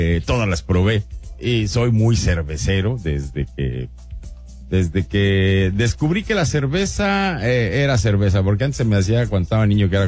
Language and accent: Spanish; Mexico; now in Spain; Y digo, yo de México